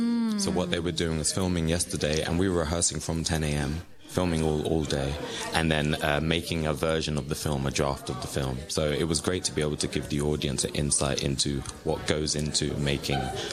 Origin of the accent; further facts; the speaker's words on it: London, United Kingdom; now in Madison, United States; I'm originally from London, England.